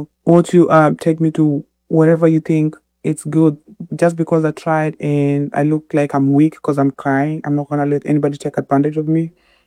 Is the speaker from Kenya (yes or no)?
yes; Mumias, Kakamega County, Kenya; I'm from Ushagro. Mumias, Kakamega, Harambee, Mukwea.